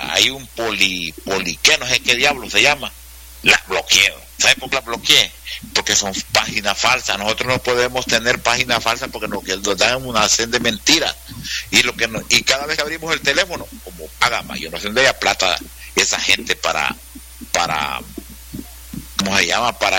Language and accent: Spanish; Honduras; nosotros, como seres humanos acá, como hondureños